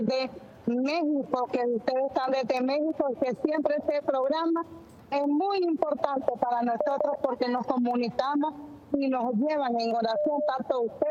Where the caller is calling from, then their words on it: Matagalpa, Nicaragua; Estoy llamando desde Matagalpa, Nicaragua